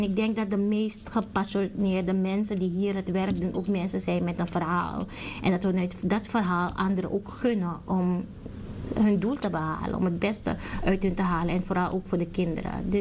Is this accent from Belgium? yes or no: no; Suriname; now in Amsterdam, Netherlands; Ik ben in Suriname opgegroeid en Ik woonde op Gijsvleit.